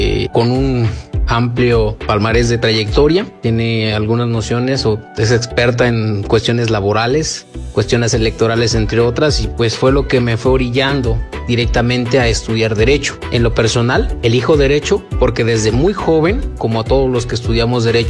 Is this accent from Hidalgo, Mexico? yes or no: yes; Huejutla, Hidalgo, Mexico; amado Huejutla, porque yo sí estoy enamorado de mi pueblo y es un orgullo pertenecer a él.